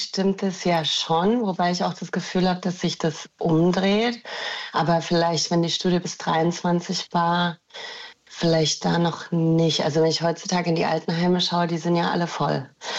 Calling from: Berlin, Germany; Lichtenberg

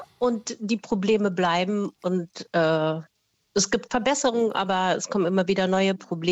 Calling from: Berlin, Germany; Aus Berlin, Kreuzberg.

